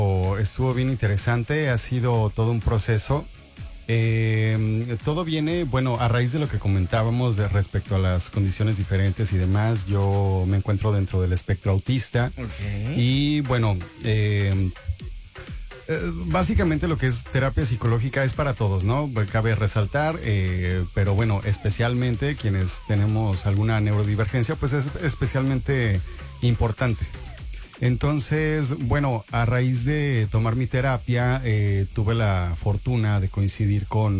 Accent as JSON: {"language": "Spanish", "region": "Michoacán", "country": "Mexico", "tie": "born or raised there", "moved": "yes", "lives_now": "Puerto Vallarta, Mexico", "said": "Yo soy originario de Michoacán. Y en lo que es, bueno, básicamente Uruapan y Morelia, hice teatro durante cerca de 9-10 años aproximadamente."}